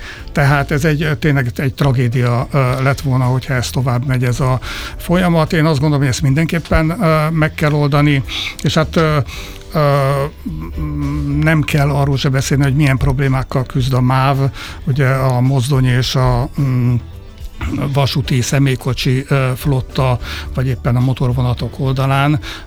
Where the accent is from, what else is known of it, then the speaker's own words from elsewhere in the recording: Hungary; hogy tudják, hogy magyar vagyok